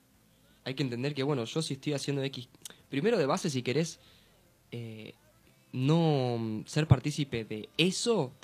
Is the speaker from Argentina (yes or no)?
yes; Argentina; Nosotros que somos argentinos